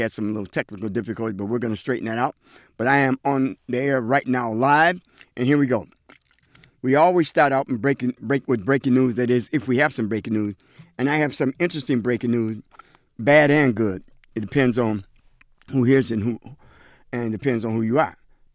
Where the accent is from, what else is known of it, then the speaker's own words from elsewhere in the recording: New York, United States; And being I'm a Yankee man, I'm a New Yorker, faithful, I got to be faithful to my Yankees.